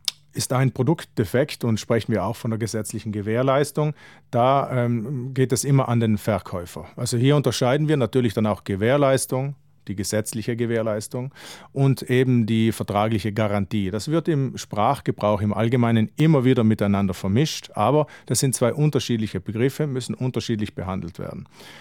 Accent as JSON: {"language": "German", "region": "Trentino-Alto Adige", "country": "Italy", "said": "wenn wir als Südtiroler, Südtirolerinnen auf dem deutschen Markt einkaufen."}